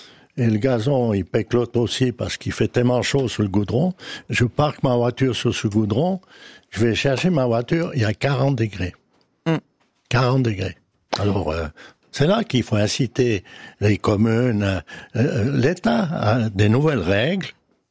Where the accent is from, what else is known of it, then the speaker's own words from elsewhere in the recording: Valais, Switzerland; Non, moi, je souffre pas, je suis valaisan. On souffre de cette chaleur.